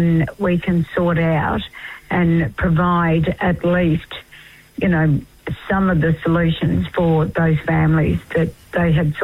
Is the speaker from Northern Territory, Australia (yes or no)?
yes; Northern Territory, Australia; Yeah, look, I'm from the Tiwi Islands. Well, my mum was from the Tiwi Islands.